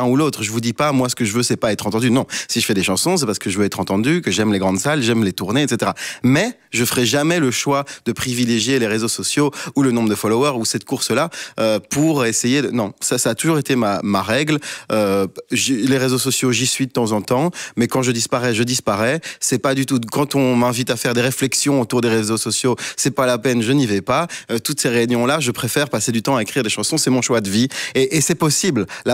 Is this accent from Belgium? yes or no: yes; Brussels, Brussels-Capital Region, Belgium; Et en plus, quand on est bruxellois, c'est-à-dire de retourner dans des lieux, on a plein de souvenirs personnels et d'aller chanter.